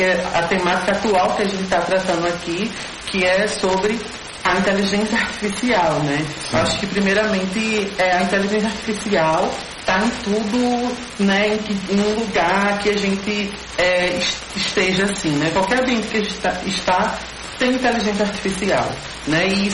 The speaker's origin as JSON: {"language": "Portuguese", "town": "Recife", "region": "Pernambuco", "country": "Brazil", "said": "eu sou do Ibura, né? Ibura é um território da Zona Sul periférico."}